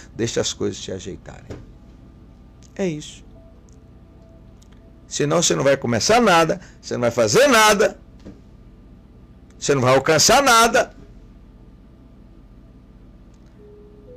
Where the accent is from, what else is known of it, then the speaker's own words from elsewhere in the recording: Minas Gerais, Brazil; moved away; Na minha terra, uma região lá de Minas, forte a pecuária